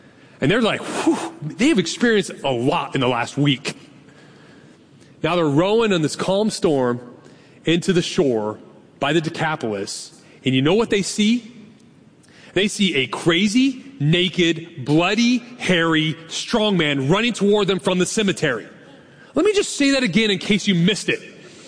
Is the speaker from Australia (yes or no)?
no; Carmichael, California, United States; also born or lived in Sacramento; And when somebody asked me where I was from, I would always say, I'm from Sacramento. Do you know I've never lived one day in my entire life in the city of Sacramento? Not one day. I actually grew up and am from Carmicha